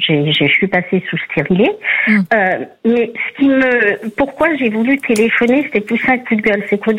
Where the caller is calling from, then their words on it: Centre-Val de Loire, France; De l'Indre.